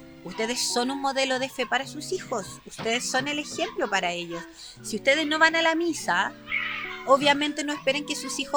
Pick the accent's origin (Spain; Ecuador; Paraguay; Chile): Chile; Claro. Hay que ser chileno para que se entienda.